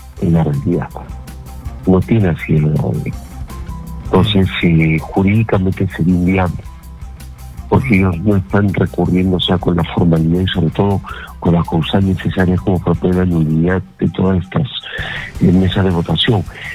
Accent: Peru; el pueblo somos todos los peruanos.

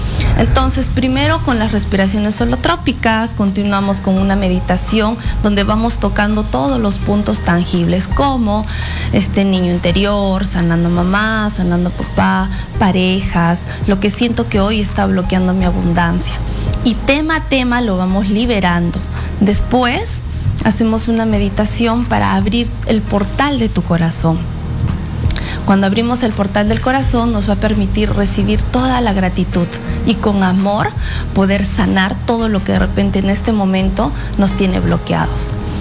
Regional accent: Arequipa, Peru; Yo soy de Arequipa

